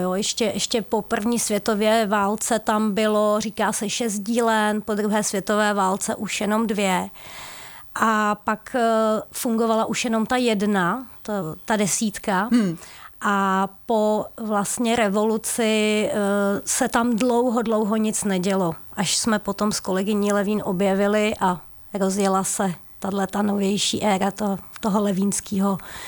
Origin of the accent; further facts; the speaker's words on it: Klínec, Central Bohemian Region, Czechia; moved away; Já pocházím původně z Prahy Západ, z Klínce, u Mníšku pod Brdy.